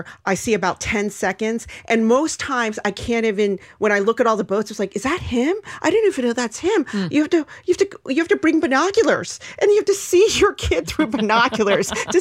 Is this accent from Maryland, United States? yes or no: yes; Maryland, United States; So and also I grew up in Maryland.